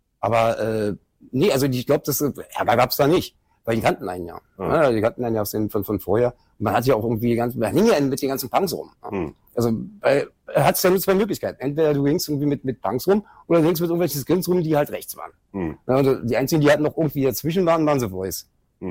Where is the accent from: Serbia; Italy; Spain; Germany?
Germany; Berlin; born or raised there